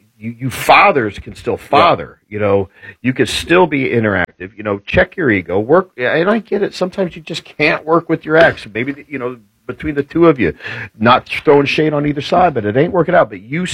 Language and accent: English; Indianapolis, Indiana, United States; I am an indie guy. I grew up in Indianapolis. I love the city of Indianapolis.